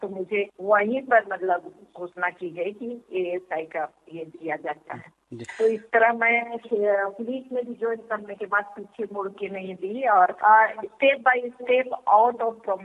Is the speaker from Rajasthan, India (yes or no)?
no; Ramsiri, Jharkhand, India; also born or lived in Mahuadanr; मैं मेरे गांव से, रामसिरी गांव है, वहां से महुआनार जब बोर्डिंग स्कूल में मेरी दाखिला हुई